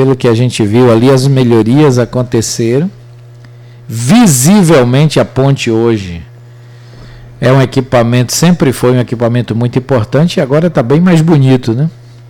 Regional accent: Maragogipe, Bahia, Brazil; Minha terrinha Maragogipe

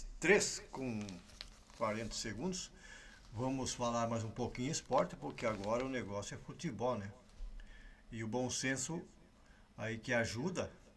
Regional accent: Rio Grande do Sul, Brazil; nós somos daqui do Rio Grande

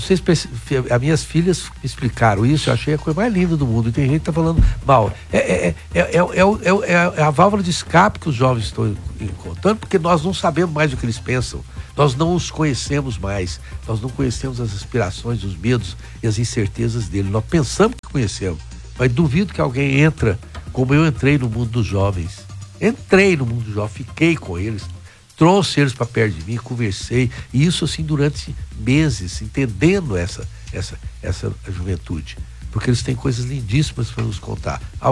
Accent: Brazil; tem me preocupado muito como brasileiro

